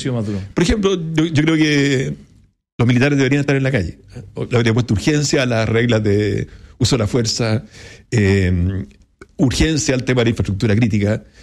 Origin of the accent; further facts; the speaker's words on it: Ñuble, Chile; Yo soy de Ñuble y ahí lo conocí a Martín Arrau como intendente.